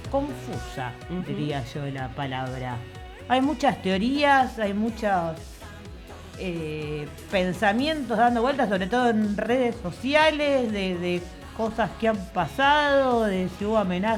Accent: Argentina; Ahí demuestra lo que somos los argentinos.

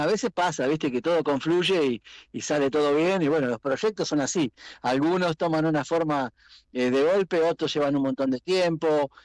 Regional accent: San Justo, Buenos Aires Province, Argentina; Yo soy de San Justo originalmente, todo está filmado allá

